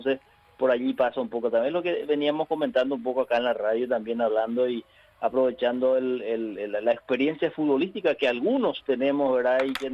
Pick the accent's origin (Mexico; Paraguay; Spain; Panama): Paraguay; muchos de los que hoy somos paraguayos.